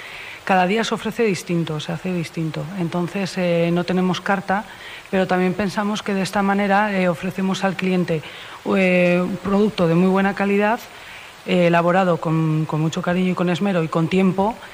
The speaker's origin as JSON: {"language": "Spanish", "town": "San Sebastián", "region": "Basque Country", "country": "Spain", "said": "Y yo lo sé, que soy de San Sebastián y me he venido aquí."}